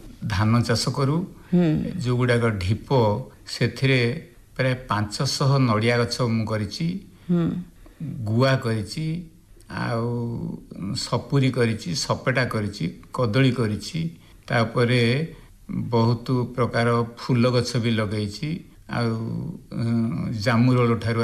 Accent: Saripur, Odisha, India; ପୁରୀ ଜିଲ୍ଲା Astaranga block ସରିପୁର GP ସରିପୁର ଗ୍ରାମରେ ଆମ ଘର। ଆମ ଗାଁ ଏକ ଐତିହ ଗାଁ, ଏ ଗାଁ ପ୍ରାଚୀ ନଦୀ କୂଳରେ।

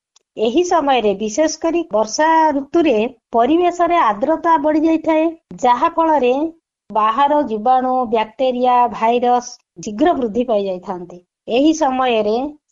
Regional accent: Koraput, Odisha, India; ମୁଁ ହଉଛି କୋରାପୁଟର ଝିଅ

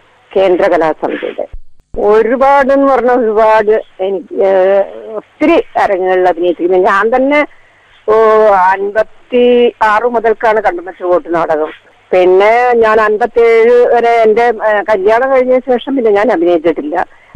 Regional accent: Kozhikode, Kerala, India; ഞാൻ കോഴിക്കോട് തന്നെയാണ്, ഞാൻ ജനിച്ചതും വളർന്നതും ഒക്കെ കോഴിക്കോട് തന്നെയാണ്.

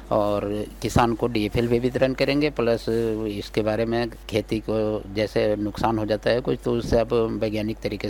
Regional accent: Palamu district, Jharkhand, India; ग्राम जोरकट के निवासी हूं।

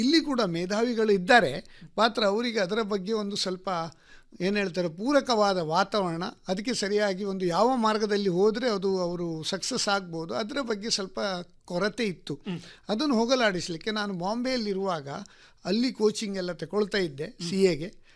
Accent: Sastana, Karnataka, India; moved away as an adult; also born or lived in Mumbai; now in Mangaluru, India; ನಮ್ಮದು ಊರು ಕೋಟದ ಹತ್ರ ಸಾಸ್ತಾನ.

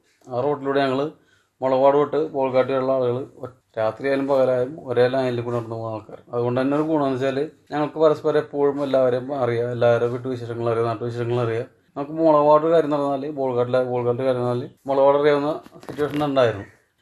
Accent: Bolgatty, Kerala, India; പിന്നെയെന്ന് വെച്ചാൽ ഞങ്ങളിവിടെ ജനിച്ചു വളർന്ന് പഴയ കാലം തൊട്ട് ഒരു ചെറിയ ശരിക്കും ഒരു ഗ്രാമീണ ജീവിത അന്തരീക്ഷം തന്നെ

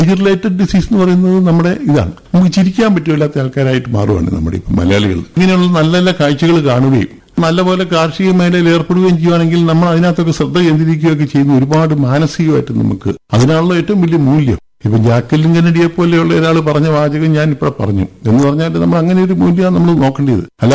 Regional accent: Kerala, India

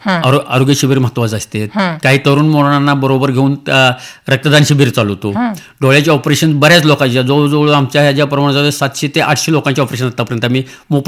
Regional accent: Sangli, Maharashtra, India; माझं बालपण जनरली सांगलीमध्येच गेलं.

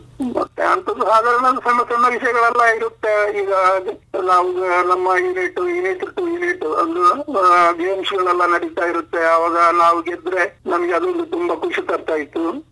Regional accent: Karnataka, India; also born or lived in Hyderabad; ನಾನು ಕಾಲೂರವನು

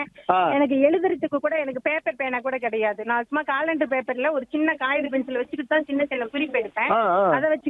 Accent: Tamil Nadu, India; now in Lakkapuram, Namakkal district, India; நான் நாமக்கல் மாவட்டம் லக்கபுரம் கிராமத்திலிருந்து வந்திருக்கிறேங்க. என் ஊர் சொந்த ஊர் வந்து அக்ரஹாரம்.

